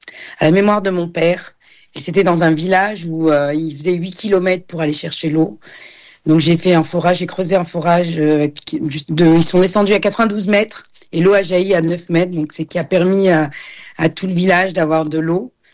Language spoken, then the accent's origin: French; Djerba, Medenine, Tunisia; moi, je suis originaire de la Tunisie et d'une petite île qui s'appelle Djerba.